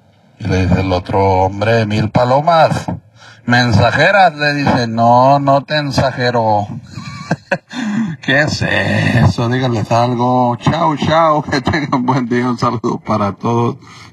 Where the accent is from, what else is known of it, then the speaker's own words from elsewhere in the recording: Mexico; hay que apoyarnos como mexicanos, hombre, aunque sea de las Chivas.